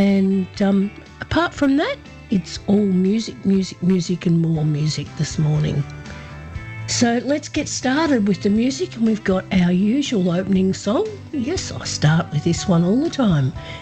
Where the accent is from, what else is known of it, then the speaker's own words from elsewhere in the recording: Horsham, Victoria, Australia; broadcasting from my hometown of Horsham. It's right in the heart of the Wimmera region of Western Victoria.